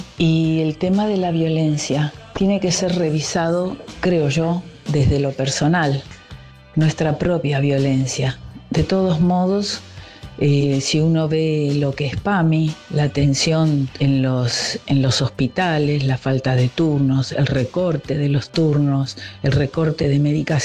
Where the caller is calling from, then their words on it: Castelar, Buenos Aires Province, Argentina; de Castelar.